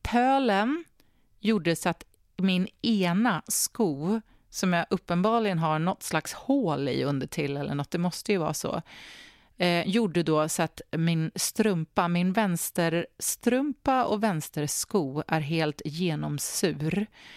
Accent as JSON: {"language": "Swedish", "country": "Sweden", "moved": "yes", "lives_now": "Brisbane, Australia", "said": "och de har faktiskt haft ganska så bra solvärme hemma i Sverige. Och det är ju alltid så att kring den här tiden på året och kring jul så är det så att jag alltid börjar längta hem lite extra mycket."}